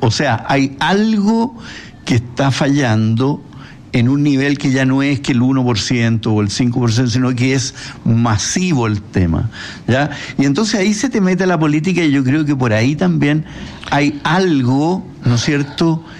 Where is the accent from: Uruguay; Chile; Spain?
Chile; Pero en realidad somos chilenos.